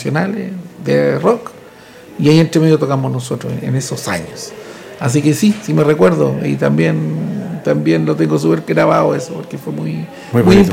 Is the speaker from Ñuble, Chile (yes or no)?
no; La Serena, Coquimbo, Chile; moved away; yo soy de La Serena originalmente